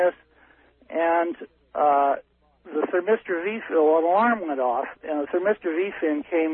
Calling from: Ensenada, Baja California, Mexico; although I live in Mexico, I work in Trinidad.

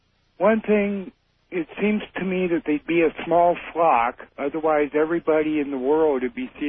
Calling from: Bremerton, Washington, United States; from Bremerton.

